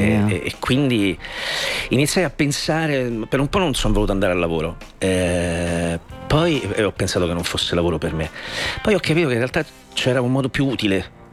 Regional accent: Ostia, Lazio, Italy; Io sono di Ostia, questo non è un mistero, sono nato e cresciuto ad Ostia, che è una città nella città, è grande come Reggio Emilia

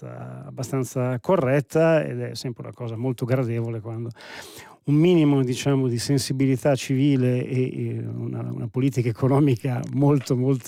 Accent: Bologna, Emilia-Romagna, Italy; io sono di Bologna ma origini mantovane

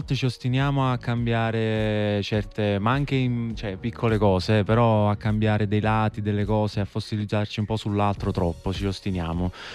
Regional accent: Naples, Campania, Italy

